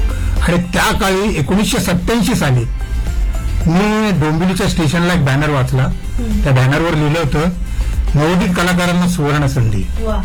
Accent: Mumbai, Maharashtra, India; मी आधी मुंबईत राहायचो. Okay. वरील कोळीवाडा हे माझं गाव आणि कोळीवाडा म्हटलं की संपूर्ण कोळ्यांचं गाव येते.

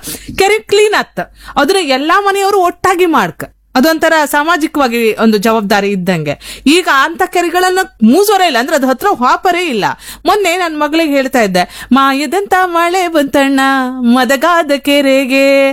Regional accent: Karnataka, India; moved away; also born or lived in Mumbai; ನಾನು ಇದೇ ಊರಂಗಿದ್ದವಳು ಕರಾವಳಿಯಲ್ಲಿ, ನಮ್ದದೇ 4,500 ಮಿಲಿಮೀಟರ್ ಮಳೆ ಕಂಡವ್ರು.

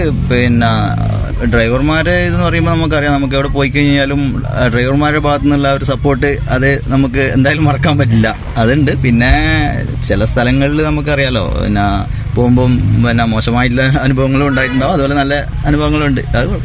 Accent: Rajapuram, Kerala, India; ഞാൻ രാജപുരത്തു നിന്നാണ് വരുന്നത്. കാസർഗോഡ് ജില്ലയിൽ രാജപുരം എന്ന് പറയുന്ന ഗ്രാമത്തിൽ നിന്നാണ് വരുന്നത്.

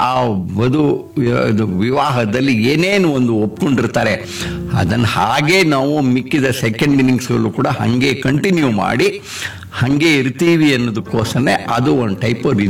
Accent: Melukote, Karnataka, India; born there; now in Bangalore, India; ನಾನು ನನ್ನ 60ನೇ ವಯಸ್ಸಿನ ಷಷ್ಠಿಹಬ್ಬದ ಪೂರ್ತಿ ನಮ್ಮ ಸ್ವಂತ ಊರು ಅಂತ ಹೇಳಿದೆ ಮೇಲ್ಕೋಟೆಯಲ್ಲೇ ಮಾಡಿಕೊಂಡೆ.

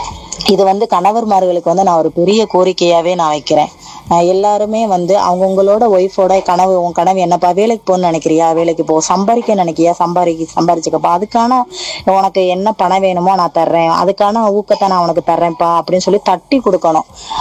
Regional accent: Pamban, Tamil Nadu, India; என்னோட சொந்த ஊர் வந்து பாம்பன்.

